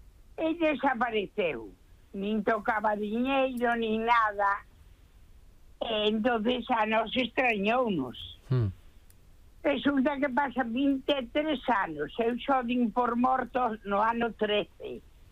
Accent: Santiago de Compostela, Galicia, Spain; somos de Santiago, traballamos...

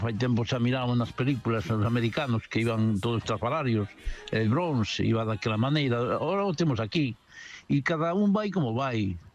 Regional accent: Vigo, Galicia, Spain

